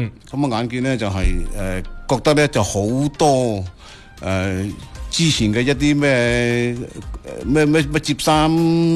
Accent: Foshan, Guangdong, China

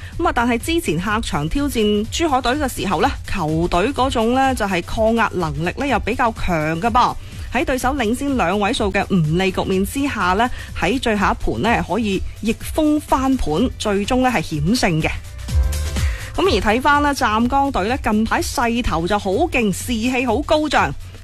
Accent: Foshan, Guangdong, China; 我们佛山人

